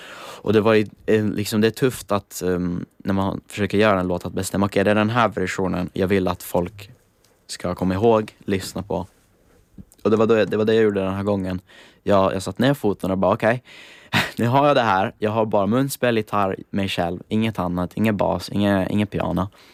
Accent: Italy; åtminstone på italienska där jag kommer ifrån

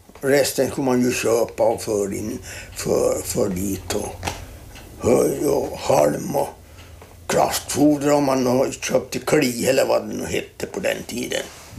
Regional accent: Åland, Finland; born there; now in Mariehamn, Finland; Ja, jag är född på Skobholm.

